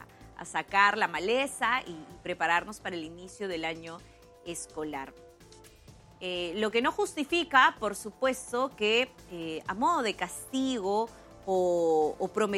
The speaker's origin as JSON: {"language": "Spanish", "town": "Tocache", "region": "San Martín", "country": "Peru", "tie": "born or raised there", "said": "Yo podría hablar, por ejemplo, hasta de zonas cercanas a mi tierra, a Tocache o Patás, ¿no?"}